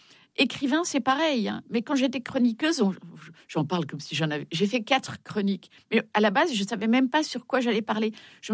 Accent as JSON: {"language": "French", "country": "Belgium", "said": "Je suis belge."}